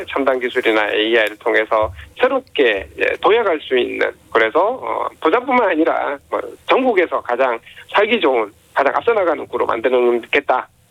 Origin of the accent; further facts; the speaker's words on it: Busan, South Korea; 또 개인적으로는 제 고향이기도 하죠. 이 북구 일대 전체가.